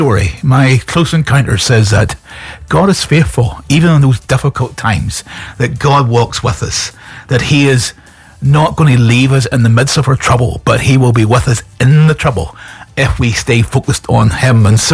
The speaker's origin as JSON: {"language": "English", "region": "Northern Ireland", "country": "United Kingdom", "tie": "born or raised there", "said": "growing up in Northern Ireland was tough."}